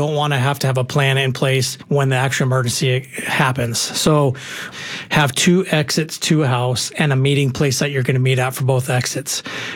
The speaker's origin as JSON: {"language": "English", "town": "Phoenix", "region": "Arizona", "country": "United States", "tie": "born or raised there", "said": "So I'm from here. I'm a native from Arizona, and I remember like Shea Boulevard or Glendale were like as far north as you could possibly go"}